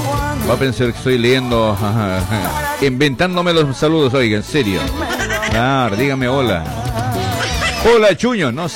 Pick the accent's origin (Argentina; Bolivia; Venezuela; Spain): Bolivia; La Paz; Yo soy de La Paz.